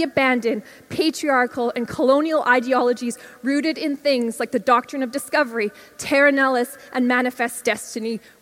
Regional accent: Alberta, Canada

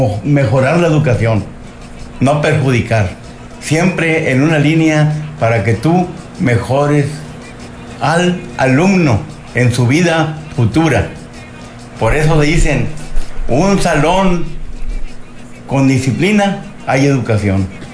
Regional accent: Allende, Coahuila, Mexico; Yo soy de Allende, nativo de Allende, Coahuila.

